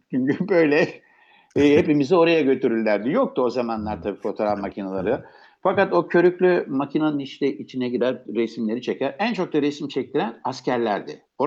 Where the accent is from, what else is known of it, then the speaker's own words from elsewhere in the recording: Istanbul, Turkey; Ben dedim çocukluğum, bütün gençliğim sur içinde geçti. Balat ve Fener'i çok iyi bilirim. Doğup büyüdüğüm yer.